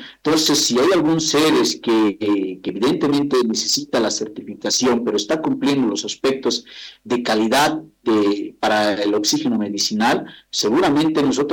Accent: Bolivia; como bolivianos y bolivianas

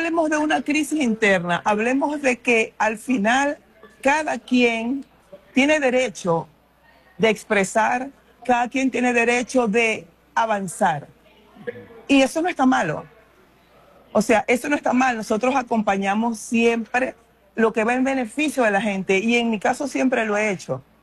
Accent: Zulia, Venezuela; como venezolana, como madre, como zuliana

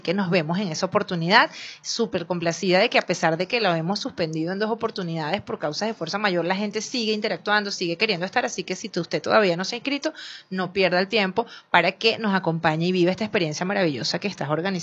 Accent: Venezuela; no somos los mismos venezolanos.

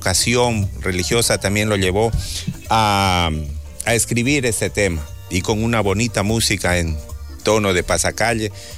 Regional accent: Catacocha, Loja, Ecuador; born there; moved away; esta tierra que nos vio nacer. Yo me recuerdo, salí de 8 años de Paltas, tercero, cuarto grado más o menos de la escuela

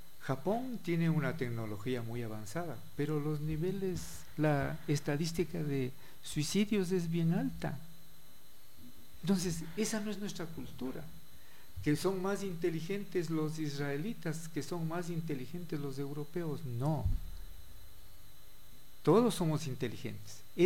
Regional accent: San Miguel de Bolívar, Bolívar, Ecuador; moved away; Nosotros muchos de un pueblo pequeñito en donde yo nací, San Miguel de Bolívar

